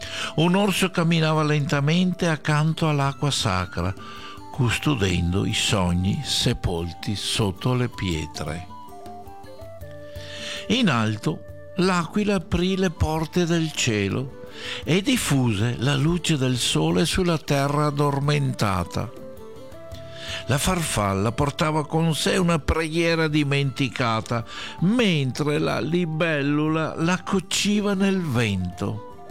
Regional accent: Veneto, Italy; born there; io sono nato in Veneto, questa è la mia terra.

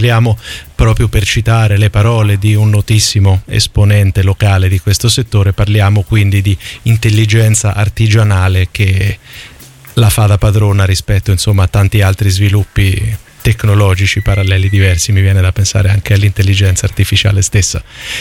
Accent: Marche, Italy; lo dico non solo come marchigiano ma anche come studioso di economia

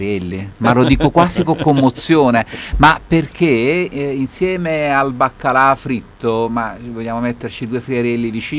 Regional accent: Campania, Italy; E parliamoci chiaramente, noi siamo napoletani, siamo abituati a mangiare bene

